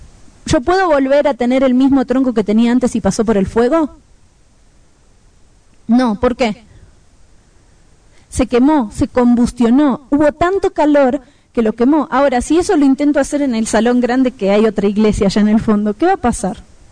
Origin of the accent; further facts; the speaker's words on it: Argentina; moved away as an adult; now in Bolivia; Como verán, soy argentina o gaucha, como algunos de ustedes están pensando dentro de su cabeza. Vivo hace 12 años en Bolivia, pero no se me fue el tono de voz. Somos pastores